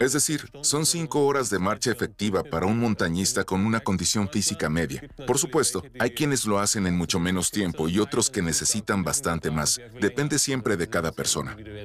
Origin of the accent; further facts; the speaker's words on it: Ramsau, Bavaria, Germany; Soy de Ramsau y tengo la suerte de trabajar aquí mismo.